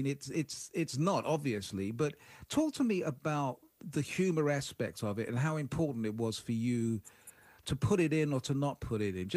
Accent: United Kingdom; I mean, humor, from my point, I'm British, so what do I know?

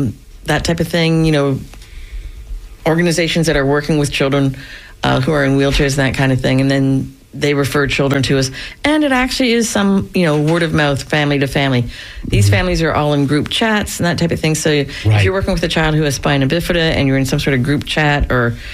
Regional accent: Canada; moved away; I'm Canadian.

